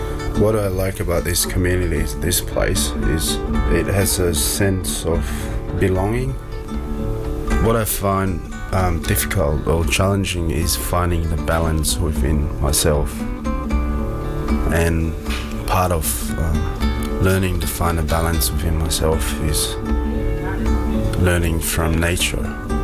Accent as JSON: {"language": "English", "country": "Tonga", "tie": "born or raised there", "also_born_or_lived": "New Zealand", "moved": "yes", "lives_now": "Alice Springs, Australia", "said": "I was born in New Zealand. I lived in Tonga. I grew up there for a while, and I live here in Australia now. And I consider myself an Australian. Family brought me to Alice Springs."}